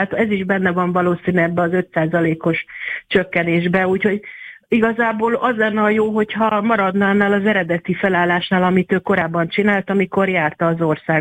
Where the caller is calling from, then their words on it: Budapest, Hungary; mert én budapesti vagyok